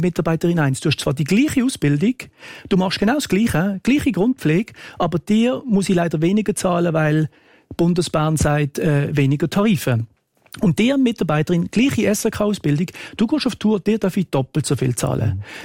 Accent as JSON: {"language": "German", "country": "Switzerland", "said": "Wenn wir das als Schweizer Bevölkerung, dass wir verpflichtet werden, zu pflegen"}